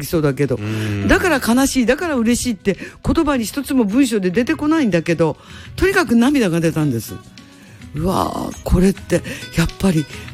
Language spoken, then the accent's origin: Japanese; Kaga, Ishikawa, Japan; 私のふるさと山中温泉には樹齢2300年って木が